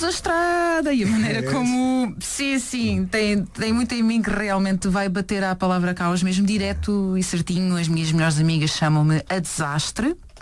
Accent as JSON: {"language": "Portuguese", "town": "Vilar", "region": "Lisbon", "country": "Portugal", "said": "Sou da aldeia do Vilar, no concelho do Cadaval."}